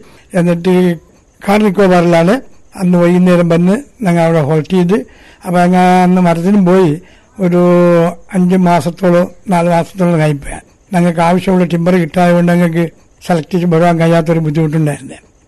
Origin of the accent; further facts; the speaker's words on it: Kerala, India; ഞാൻ കവർച്ചി തന്നെ ജനിച്ച് കവർച്ചി തന്നെ വളർന്ന് പഠിച്ച മാത്രം college education Kozhikode government arts and science കോളേജിലാണ് നടന്നത്.